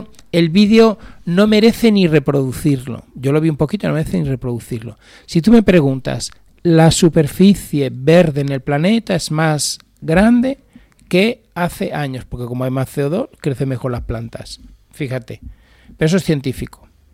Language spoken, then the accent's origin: Spanish; Spain; como tantos españoles que arreglamos el país tomando café